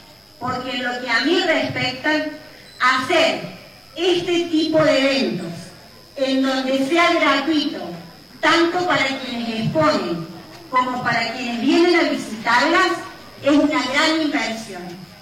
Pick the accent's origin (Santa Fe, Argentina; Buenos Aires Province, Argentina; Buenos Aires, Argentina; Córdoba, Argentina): Córdoba, Argentina; Villa Ascasubi; los que somos de acá, de Villa Casubi